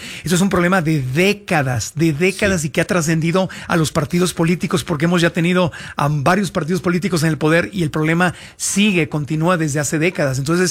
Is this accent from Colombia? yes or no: no; Mexico; yo mismo como mexicano